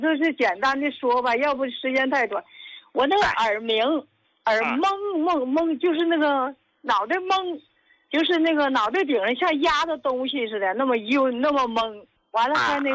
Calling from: Qinhuangdao, Hebei, China

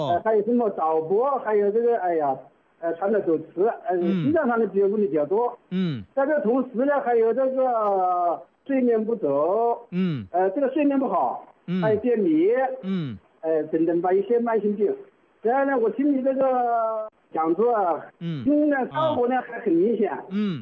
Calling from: Kinmen, Fujian, Taiwan; 我在金门的，抱孩子在孙子，

